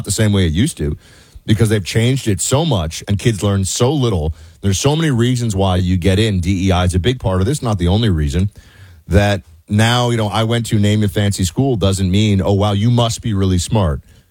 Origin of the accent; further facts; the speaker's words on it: New York City, New York, United States; I grew up in New York City, but I got to college